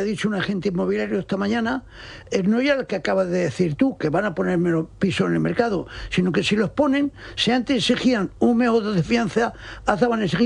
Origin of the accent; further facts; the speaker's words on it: Spain; Si eso es verdad, mira, sí, cojona, como español.